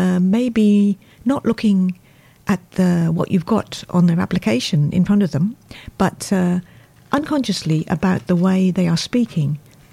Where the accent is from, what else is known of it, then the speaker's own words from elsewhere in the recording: United Kingdom; accent: British; moved away as an adult; now in Australia; After 50-odd years here in Australia, I think I'm still pretty identifiable as British originally.